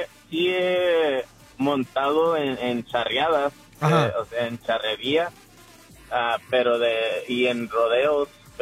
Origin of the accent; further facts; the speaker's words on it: California, United States; Yo soy del sur de California, pero mi papá es de Juchipila, Zacatecas.